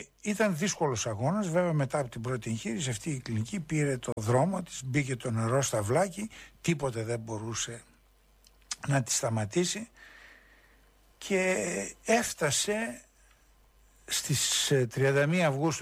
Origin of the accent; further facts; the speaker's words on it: Peloponnese, Greece; moved away; also born or lived in Thessaloniki; διότι είμαι και εγώ από την Πελοπόννησο.